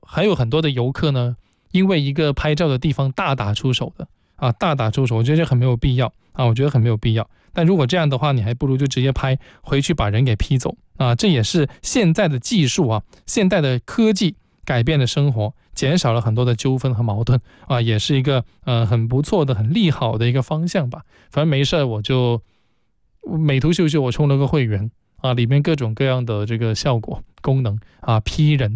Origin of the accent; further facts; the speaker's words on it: Guangzhou, Guangdong, China; 虽然我们广东很多的城市都很不错，但作为广州人的我来说还是很自豪啊